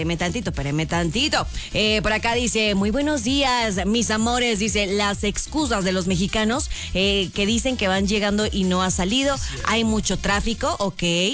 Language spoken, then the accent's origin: Spanish; Mexico; somos mexicanos y ponemos harta excusa a la hora de llegar tarde.